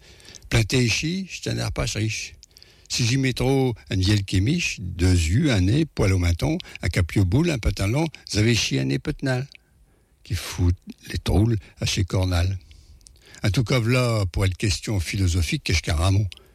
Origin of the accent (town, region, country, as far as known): Paris, Île-de-France, France